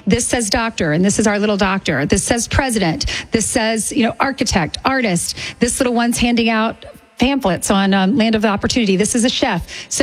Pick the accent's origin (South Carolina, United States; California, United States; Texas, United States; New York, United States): South Carolina, United States; I remember I grew up in South Carolina, and we would go to the battle at Cowpens.